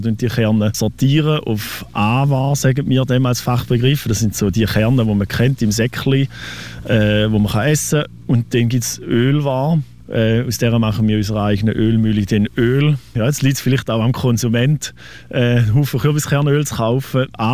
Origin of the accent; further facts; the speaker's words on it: Schaffhausen, Switzerland; Als Schaffhauser Bauer